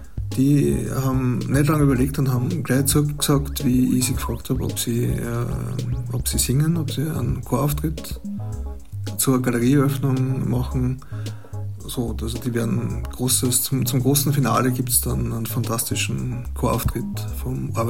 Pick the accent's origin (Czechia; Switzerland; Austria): Austria; Upper Austria; Ich bin in Altlenzing aufgewachsen und in die Volksschule gegangen. Meine Großeltern haben da ein Lebensmittelgeschäft gehabt